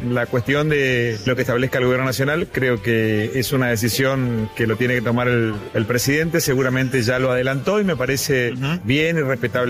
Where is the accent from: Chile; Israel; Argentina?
Argentina